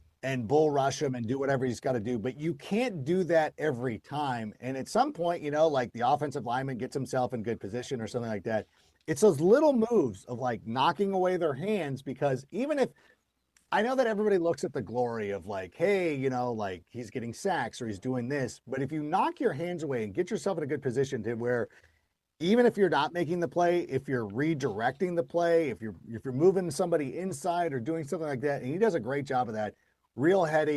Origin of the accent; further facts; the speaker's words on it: California, United States; It's from my hometown, Miguel's Jr., Don Ramones, anybody in the Southern California area.